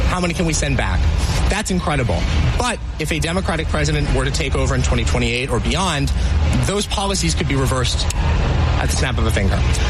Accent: Portland, Oregon, United States; I'm also from the Pacific Northwest. I'm from Portland, Oregon.

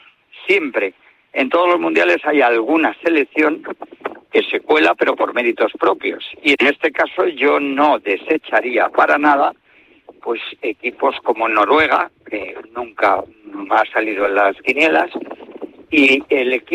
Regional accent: Spain; Lo que sí quiero, que en este partido España, como español que me siento, yo voy a empujar

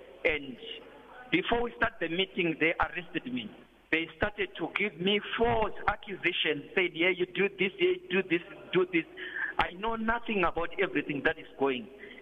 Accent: Zimbabwe; moved away as an adult; now in South Africa; I am a politician from Zimbabwe. I've been in politics for a long time ago, but I came here in South Africa 2017 after military coup, and I was staying here with my family.

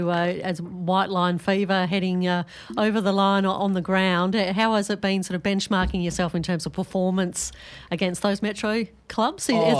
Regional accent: Western Australia, Australia; my home state

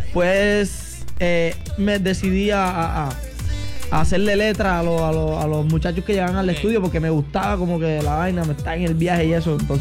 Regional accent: Sincelejo, Sucre, Colombia; yo soy de Sincelejo, Sucre. Nació y criado en Sincelejo, del barrio Salvador.

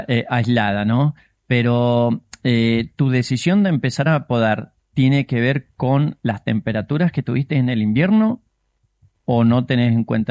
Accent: Mendoza, Argentina; como mendocino de pura cepa

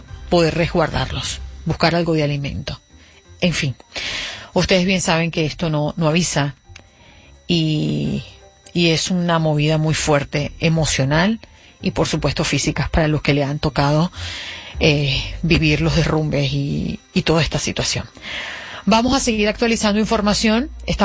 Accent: Venezuela; Se está generando en Venezuela devastadores terremotos. En mi país hay al menos, de manera oficial, 32 fallecidos y más de 700 heridos

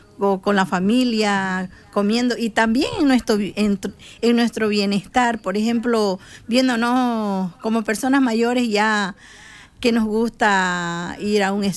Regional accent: Bolivia; now in Pamplona, Spain; nosotros como bolivianas

